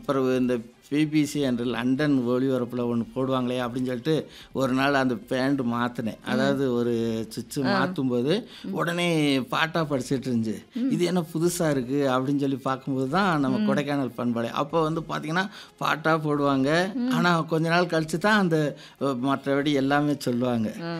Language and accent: Tamil; Tamil Nadu, India; moved away as an adult; also born or lived in Theni district / Madurai; now in Tenkasi district, India; எனக்கு சொந்த ஊர் வந்து சிறுவலித்தூருக்கு பக்கத்தில் இருக்கிற நல்லுத்தவன்பட்டி என்ற ஊர், அந்த கிராமத்தில் தான் நான் பிறந்து வளர்ந்தேன்.